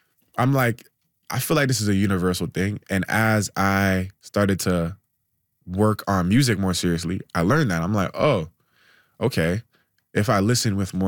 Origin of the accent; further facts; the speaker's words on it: Canada; Like I'm a basketball player, I'm from Canada